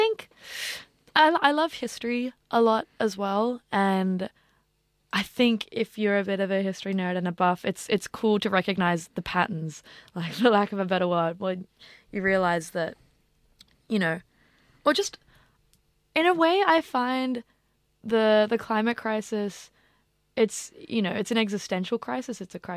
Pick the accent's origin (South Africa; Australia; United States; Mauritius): Australia; Sydney, New South Wales; I was raised in Sydney, right, like on Wongal country, and it was pretty close to the Parramatta River, and I've always felt like, I went to high school, Riverside Girls High School in Gladesville, and that's like right next to the river.